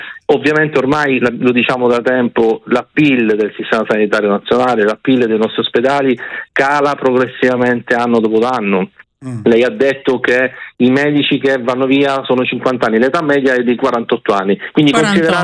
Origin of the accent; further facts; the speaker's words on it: Calabria, Italy; now in Veneto, Italy; io sono calabrese ma lavoro in Veneto